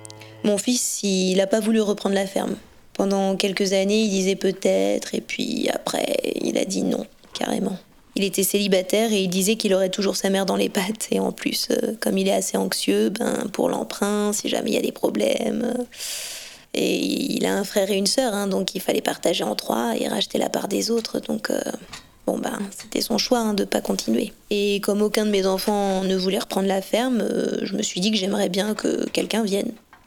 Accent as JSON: {"language": "French", "town": "Ouroux", "region": "Auvergne-Rhône-Alpes", "country": "France", "tie": "born or raised there", "also_born_or_lived": "Lyon / Beaujeu", "said": "je suis native d'Ouroux, dans le Rhône, donc c'est pas très loin d'ici. Il y avait les fermes à côté, mais je n'ai pas grandi, moi, dans une ferme."}